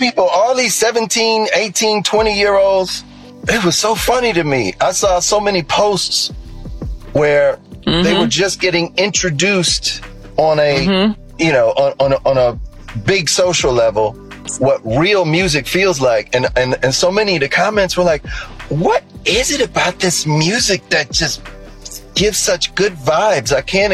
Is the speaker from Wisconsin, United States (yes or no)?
yes; Milwaukee, Wisconsin, United States; Y'all get the triple whammy with me because I'm Black, I'm a Libra, and I'm from Milwaukee.